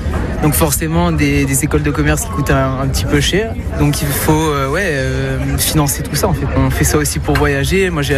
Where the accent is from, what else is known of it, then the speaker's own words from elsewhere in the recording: Bordeaux, Nouvelle-Aquitaine, France; born there; j'ai 21 ans. Ça fait 15 ans que je suis sur Bordeaux maintenant.